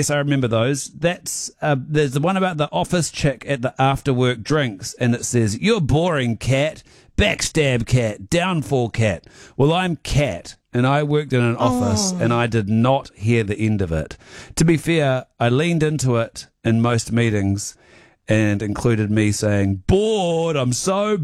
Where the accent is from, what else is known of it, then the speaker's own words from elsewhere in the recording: Wuhan, Hubei, China; but I'm from Wuhan. I used to have to explain a lot about my hometown, but not anymore.